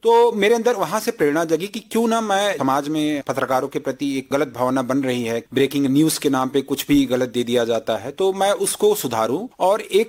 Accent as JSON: {"language": "Hindi", "area": "Jaunpur district", "region": "Uttar Pradesh", "country": "India", "tie": "born or raised there", "also_born_or_lived": "Allahabad", "moved": "yes", "said": "मेरी प्रारंभिक शिक्षा जौनपुर जिले से हुई है, वहाँ पे मेरा गाँव है बिलकथुआ"}